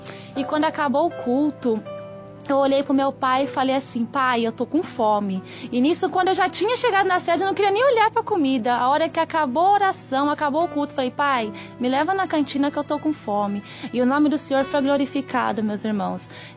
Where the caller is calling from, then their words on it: Suzano, São Paulo, Brazil; Eu sou de Suzano, Rua Amélia Guerra, 865, Vila Morim.